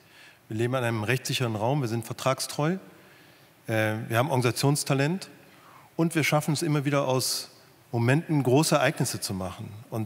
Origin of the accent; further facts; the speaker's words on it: Germany; wir als Deutscher